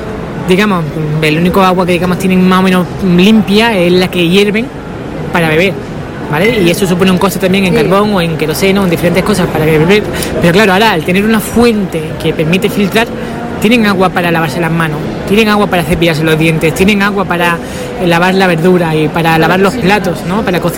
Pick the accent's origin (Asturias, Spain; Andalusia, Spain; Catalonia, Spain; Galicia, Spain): Andalusia, Spain; Málaga; yo soy andaluz de Málaga